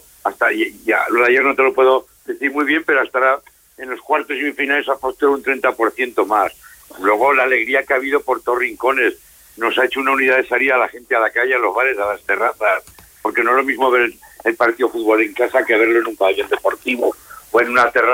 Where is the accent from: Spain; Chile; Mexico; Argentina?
Spain; se nos refleja que en la sociedad española, que somos más españoles, y que hay mucha más unidad.